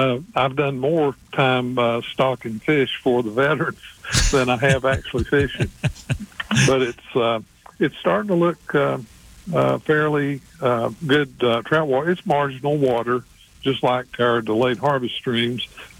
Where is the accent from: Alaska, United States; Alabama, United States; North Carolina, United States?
North Carolina, United States; Lenoir; moved away; I have just a few relatives still in Caldwell County and around Lenore. Believe it or not, I grew up, 10 or 15 miles from Cap Wiese and never met Cap.